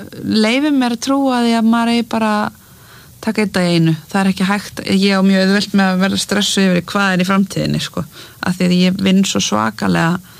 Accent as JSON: {"language": "Icelandic", "town": "Mosfellsbær", "region": "Capital Region", "country": "Iceland", "tie": "born or raised there", "said": "Já, ég elst upp í Mosfellsbæ með mömmu og, þarna, og eldri bróður mínum"}